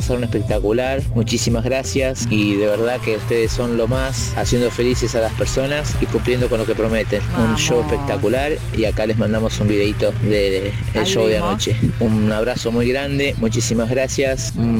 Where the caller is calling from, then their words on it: Caballito, Buenos Aires, Argentina; Hola Radio Disney … de Caballito.